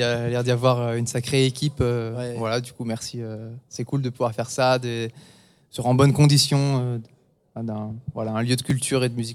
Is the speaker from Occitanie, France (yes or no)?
yes; Montpellier, Occitanie, France; Je crois qu'on l'a dit, nous, avec Andreas, donc à la basse, on vient de Montpellier.